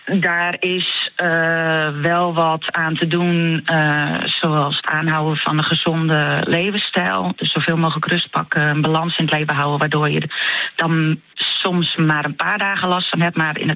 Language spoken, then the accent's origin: Dutch; Harlingen, Friesland, Netherlands; born there; Ik ben zelf geboren in Harlingen en daar heb ik de 15 jaar waarin ik altijd zoekende was